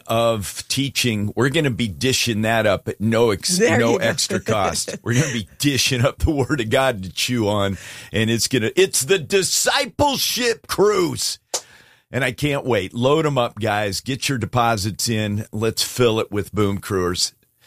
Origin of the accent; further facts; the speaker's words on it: Alaska, United States; I'm not overstating that because I'm from Alaska, but I've heard it.